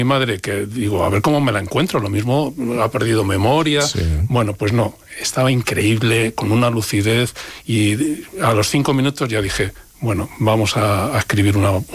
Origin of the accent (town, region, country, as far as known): Madrid, Community of Madrid, Spain; born there